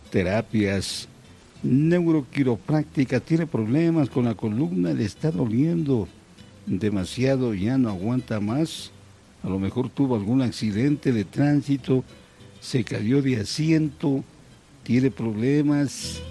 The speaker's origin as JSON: {"language": "Spanish", "country": "Ecuador", "said": "El alma que nos une como ecuatorianos"}